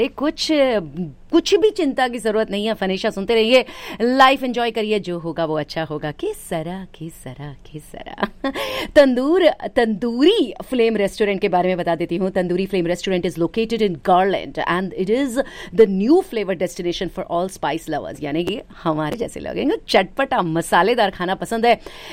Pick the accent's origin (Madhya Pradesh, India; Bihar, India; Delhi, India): Delhi, India; now in Garland, United States; मैं दिल्ली से हूँ, नॉर्थ इंडिया